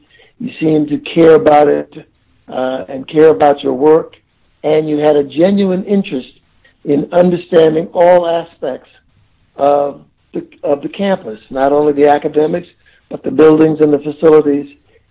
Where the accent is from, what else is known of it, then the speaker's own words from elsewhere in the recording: South Carolina, United States; born there; First of all, I was born in Charleston County, South Carolina